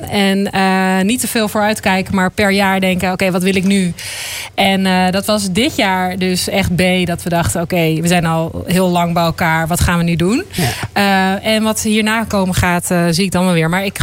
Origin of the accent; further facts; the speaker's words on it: Zeewolde, Flevoland, Netherlands; Ik ben opgegroeid in Zeewolde, ja. Dus ik voel me helemaal thuis hier.